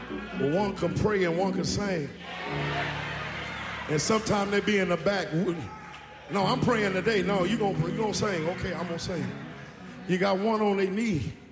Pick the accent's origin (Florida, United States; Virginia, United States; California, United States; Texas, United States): California, United States; Los Angeles; When I was growing up in Los Angeles